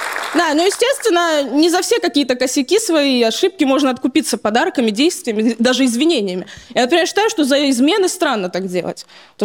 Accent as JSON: {"language": "Russian", "country": "Russia", "tie": "born or raised there", "first_language": "Russian", "said": "я азербайджанка по национальности, но всю жизнь живу в России, в русской культуре."}